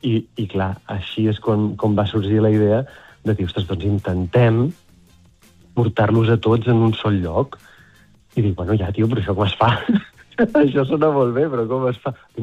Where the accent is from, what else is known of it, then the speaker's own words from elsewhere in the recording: Girona, Catalonia, Spain; born there; jo vaig néixer a Girona